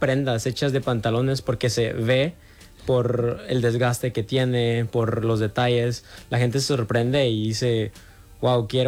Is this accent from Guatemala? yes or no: yes; Guatemala; Yo soy de Guatemala